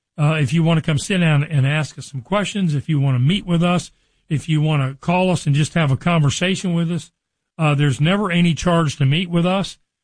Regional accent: Richardson, Texas, United States; born or raised there

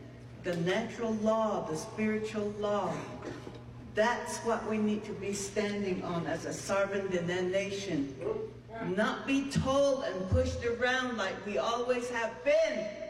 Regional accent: Big Mountain, Arizona, United States; I'm from Big Mountain.

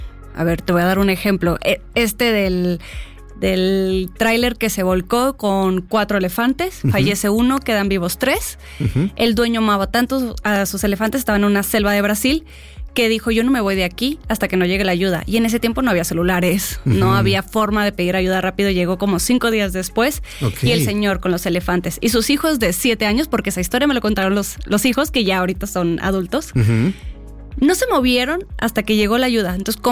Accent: Monterrey, Nuevo León, Mexico; moved away; yo soy de Monterrey, tengo 16 años acá.

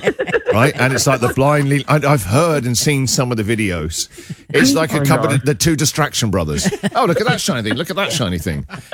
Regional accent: Australia; Yeah, as Australian, you don't need to worry too much about spellings.

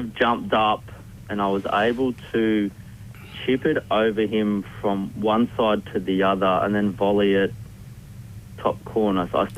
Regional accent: Coolum Beach, Queensland, Australia; now in Central Coast, Australia; I was very young. I grew up in Queensland on the Sunshine Coast.

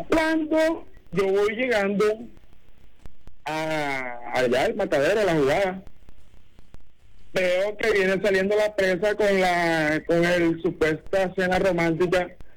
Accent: Caribbean Region, Colombia; O sea, yo vivo acá en Central Valle, pero yo soy costeño. Pero en la región momposina

